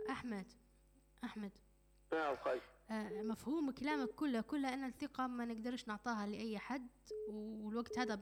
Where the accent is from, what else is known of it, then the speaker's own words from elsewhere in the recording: Libya; ايوه انا الحقيقه بنت ليبيا نسمع عليك صراحه كل خير